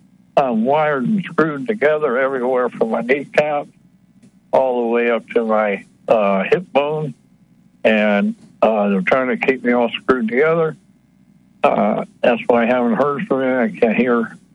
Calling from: Ohio, United States

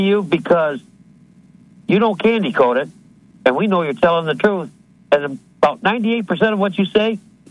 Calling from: Detroit, Michigan, United States; I'm calling from Detroit, Michigan.

